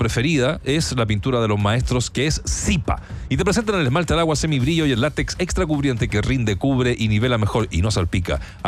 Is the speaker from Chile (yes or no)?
yes; San Antonio, Valparaíso, Chile; Tiene cositas de San Antonio, ojo, de mi ciudad natal.